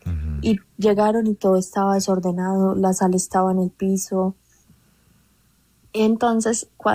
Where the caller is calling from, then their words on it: Sevilla, Valle del Cauca, Colombia; yo soy de Sevilla Valle